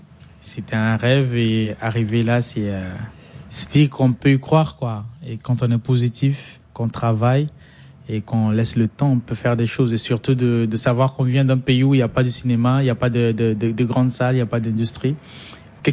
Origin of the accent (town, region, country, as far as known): Central African Republic; born or raised there